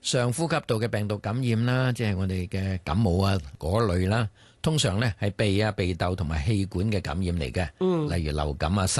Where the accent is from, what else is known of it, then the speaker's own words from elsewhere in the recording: Guangdong, China; 我哋广东人咧叫舌头做利噶嘛。